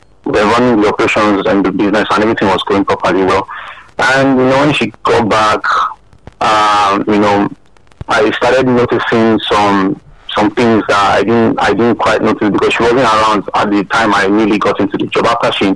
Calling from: Nigeria; I'm calling from Ojolasun.

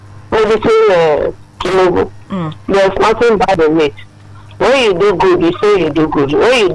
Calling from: Lagos, Nigeria; I'm calling from Abanja in Ikoto.

